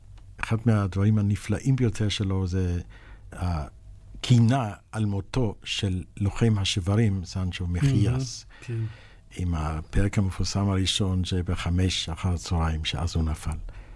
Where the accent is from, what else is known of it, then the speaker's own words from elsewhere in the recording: Jerusalem, Jerusalem District, Israel; היות וגדלתי פשוט בחינוך כזה, באותה ירושלים של שנות ה-30